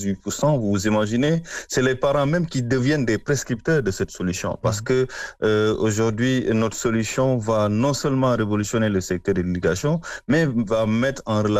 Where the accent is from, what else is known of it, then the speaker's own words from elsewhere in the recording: Senegal; chez nous au Sénégal